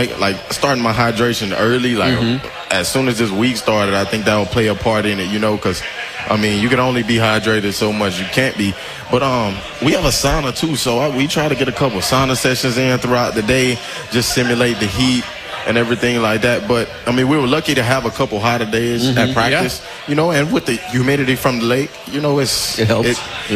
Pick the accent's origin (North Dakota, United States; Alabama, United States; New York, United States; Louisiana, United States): Louisiana, United States; I'm from Louisiana.